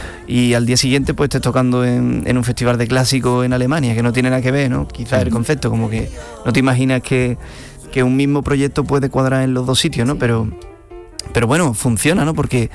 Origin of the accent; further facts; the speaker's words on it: Utrera, Andalusia, Spain; Hombre, yo cuando toco en Utrera, en mi tierra, pues estoy a gusto, claro, ¿no? Estoy delante de mi gente.